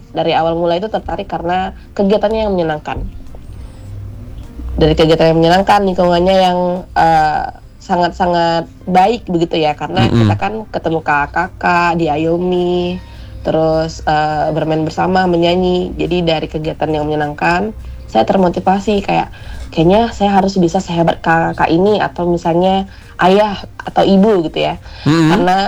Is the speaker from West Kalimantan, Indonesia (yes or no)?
yes; Ketapang, West Kalimantan, Indonesia; saya dari Ketapang, Kalimantan